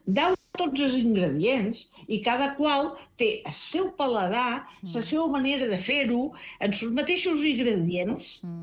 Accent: Ibiza, Balearic Islands, Spain; jo com a eivissenca i que ja tinc anys, em dol molt. Perquè he viscut una època de quan jo era joveneta, ara que tinc 79 anys

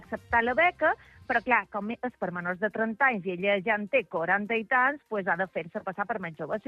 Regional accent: Porto Cristo, Balearic Islands, Spain; Estic a Porto Cristo, que són les festes del Carme, en el meu poble.

